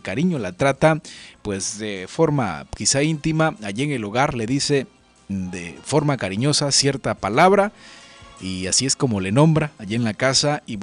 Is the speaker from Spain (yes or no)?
no; Tonalá, Mexico; se recuerdan momentos pues bonitos en mi pueblo, en nuestro Tonalá, allá con la familia.